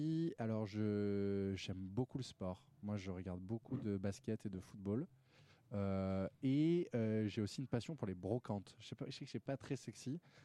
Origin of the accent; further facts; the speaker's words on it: Bagnols-sur-Cèze, Occitanie, France; je suis Gardois, je suis de Bagnols-sur-Cèze, pas très très loin d'ici. Je connais un petit peu le coin.